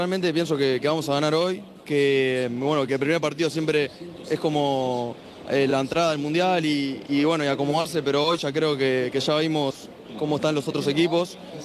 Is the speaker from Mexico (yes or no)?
no; Uruguay; now in Madrid, Spain; Bueno, vivo en Madrid, soy uruguayo obviamente, pero bueno, ahora actualmente resido en Madrid.